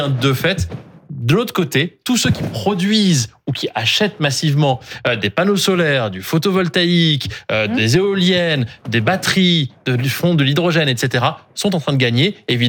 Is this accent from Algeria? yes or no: no; France; chez nous en France